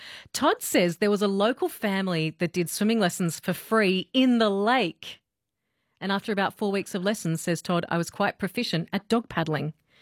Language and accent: English; Scone, New South Wales, Australia; I was on Romper Room. I'm from Scone.